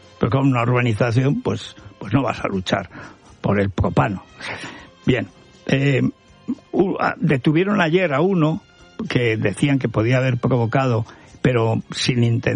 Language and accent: Spanish; Teruel, Aragon, Spain